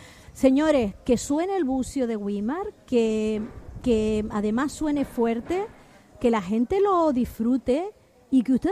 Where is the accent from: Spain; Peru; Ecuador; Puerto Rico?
Spain; Güímar, Canary Islands; te vas a La Laguna y dices, no, yo soy de Guimar. Te vas a Madrid y te encuentras dos tipos de guimareros.